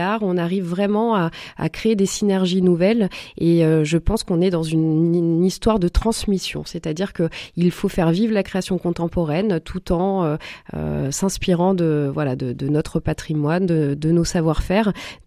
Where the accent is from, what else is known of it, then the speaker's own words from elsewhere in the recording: Auvergne-Rhône-Alpes, France; je vis à Rovona. Je suis originaire de l'Ain, même si je travaille à Lyon et puis voilà, selon les projets, parfois en France.